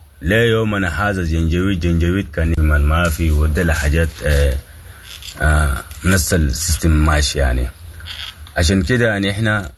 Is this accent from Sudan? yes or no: yes; Sudan; moved away; نحن قاعدين نتعب كسودانيين وفقدنا الوطن